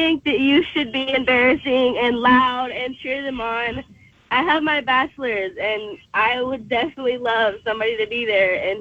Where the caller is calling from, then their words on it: St. Cloud, Florida, United States; I'm from St. Cloud.